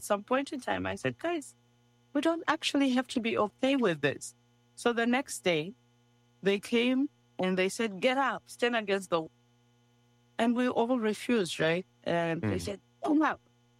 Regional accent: South Africa; Those of us who were South African

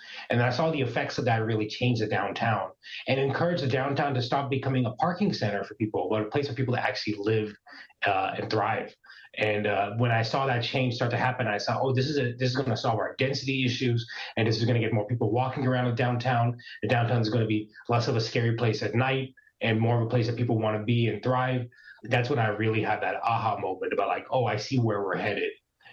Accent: Cupertino, California, United States; I grew up in the town of Cupertino

